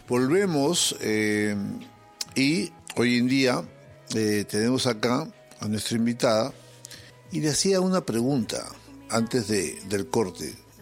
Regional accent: Peru; Y aunque como peruano, soy muy peruano, tengo que reconocer que nuestro país no está demasiado inclinado a ese sector.

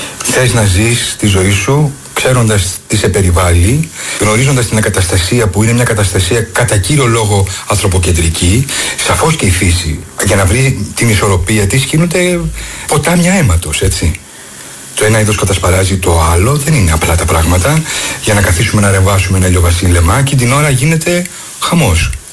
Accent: Rhodes, South Aegean, Greece; born there; Γεννήθηκα στη Ρόδο εκ παραδρομής.

